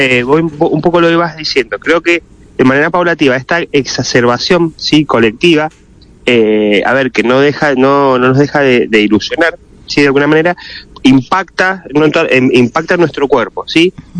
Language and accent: Spanish; Argentina; como todos argentinos vamos